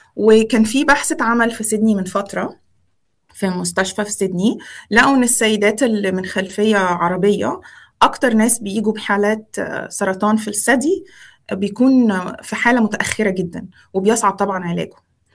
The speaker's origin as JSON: {"language": "Arabic", "country": "Egypt", "moved": "yes", "lives_now": "Australia", "said": "بس عندنا في مصر"}